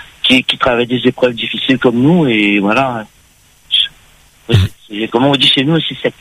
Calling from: La Saline-les-Hauts, Réunion; j'appelle, j'habite à la Saline des Hauts.

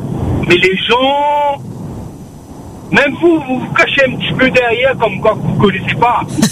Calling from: Réunion; parce qu'on est noir, on n'a pas... Voilà. On est réunionnais, mais notre diplôme n'a pas de valeur.

